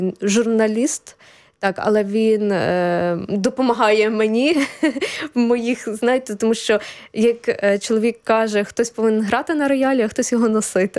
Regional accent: Ternopil Oblast, Ukraine; born or raised there; also born or lived in Kyiv

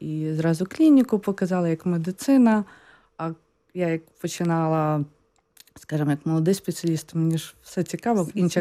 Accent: Lviv Oblast, Ukraine; Я, може, більше розуміла, бо я сама з Львівської області, тобто Західної України, і ми трохи наслухані польської мови.

